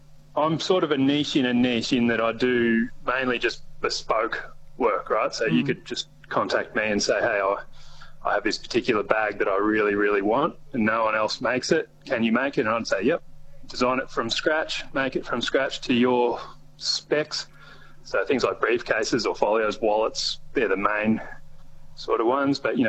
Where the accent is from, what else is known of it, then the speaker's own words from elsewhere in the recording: Portland, Victoria, Australia; now in Warragul, Australia; But I grew up in the country and I always wanted to get back. I grew up in Portland and I missed that sort of country town life.